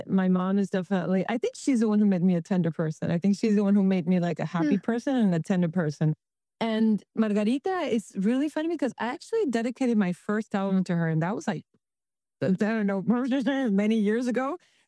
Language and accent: English; Tijuana, Baja California, Mexico; In my family, Mexico was a big myth. We didn't have a cotidiana with Mexico City. We had a cotidiana with San Diego. We grew up with American television, American radio.